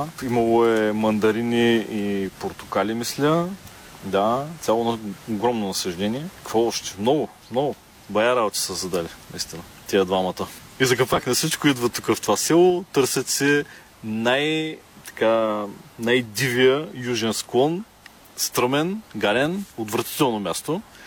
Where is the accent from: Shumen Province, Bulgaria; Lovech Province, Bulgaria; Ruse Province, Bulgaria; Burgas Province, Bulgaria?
Burgas Province, Bulgaria; Burgas; born there; Ние сме от Бургас сме родени